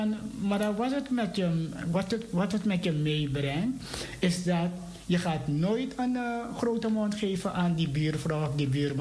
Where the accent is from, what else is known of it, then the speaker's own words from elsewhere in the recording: Suriname; moved away; in Suriname, waar ik ben opgegroeid